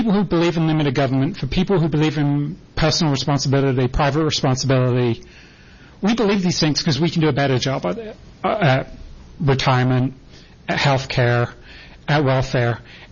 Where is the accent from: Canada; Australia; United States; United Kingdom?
United Kingdom; England; I grew up in England. It's probably somewhat noticeable from my accent.